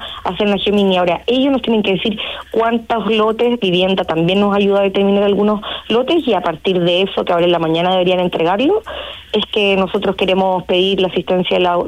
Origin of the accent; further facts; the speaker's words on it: Chile; Y yo creo que hoy día nosotros somos chilenos, tenemos nuestro ADN, ¿cierto?